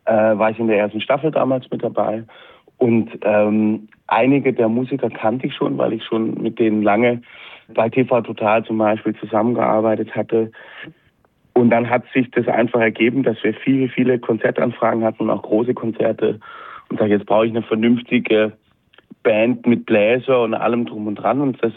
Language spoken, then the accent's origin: German; West Germany, Germany; ich überhaupt als Wessi